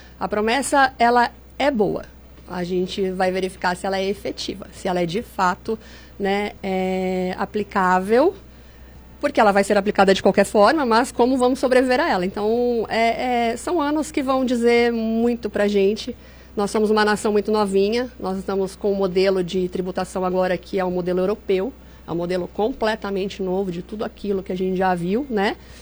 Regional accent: Brazil; como brasileiros muito resilientes

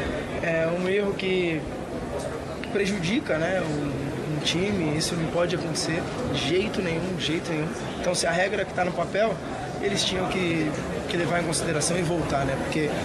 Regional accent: Brazil; Cara, eu sou brasileiro como você também é, né?

